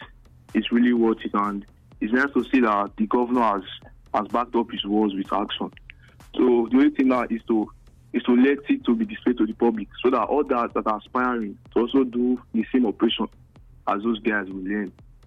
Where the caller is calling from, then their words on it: Benin City, Edo, Nigeria; calling from Benin.